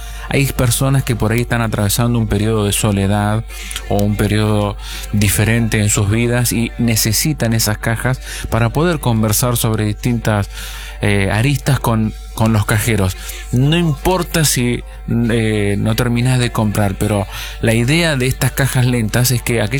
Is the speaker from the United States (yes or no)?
no; Buenos Aires Province, Argentina; Yo soy bonaerense